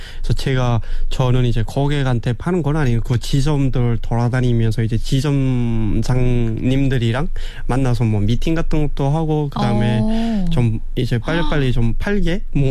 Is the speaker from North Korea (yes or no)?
yes; Pyongan, North Korea; moved away as an adult; now in Seoul, South Korea; 평안도에서 서울로 이사 온 지 5년쯤 된